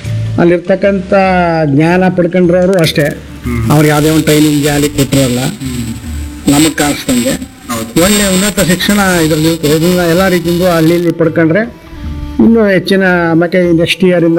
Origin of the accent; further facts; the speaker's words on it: Karnataka, India; ಆವಾಗ ನಮ್ಮದು ಪೂರ್ತಿ ಶಿಕ್ಷಣ ಉಯ್ಯಮಳ್ಳಿ ಅಂತ ಒಂದು ಊರಲ್ಲಿ, ಹತ್ರ ನಮ್ಮೂರಲ್ಲಿ ಇರಲಿಲ್ಲ. ಅಲ್ಲಿ ಪ್ರಾಥಮಿಕ ಶಿಕ್ಷಣವನ್ನು ಮಾಡಿ ಇನ್ನು 7-8 ಪ್ರೈಮರಿ ಸ್ಕೂಲು ಹೈಸ್ಕೂಲ್ ಎಲ್ಲ ನಾವು ಸರ್ಗೂರಲ್ಲಿ.